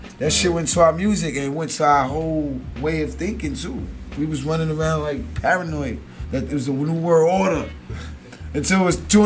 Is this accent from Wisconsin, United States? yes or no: no; Queens, New York, United States; You know, because I come from Queens, I seen so much, I can do that.